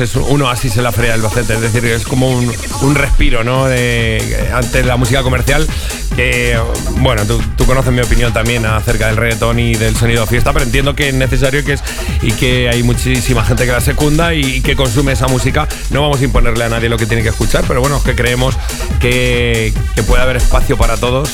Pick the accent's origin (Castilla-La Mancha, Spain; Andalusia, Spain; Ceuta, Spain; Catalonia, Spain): Castilla-La Mancha, Spain; Casas Ibáñez; now in Albacete, Spain; yo soy de Casas Ibáñez